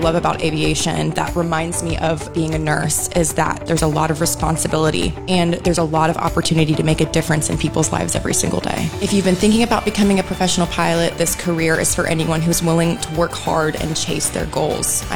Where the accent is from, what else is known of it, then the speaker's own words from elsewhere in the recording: Charleston, South Carolina, United States; from Charleston, South Carolina.